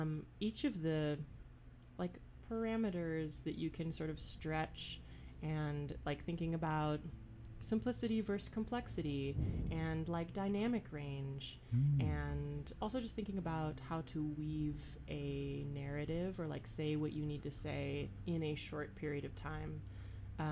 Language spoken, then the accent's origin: English; Oakland, California, United States; I'm from Oakland, California.